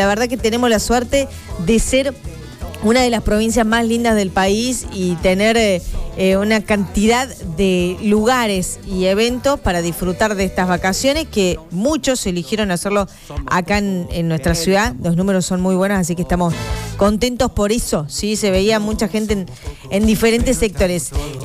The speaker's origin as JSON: {"language": "Spanish", "country": "Argentina"}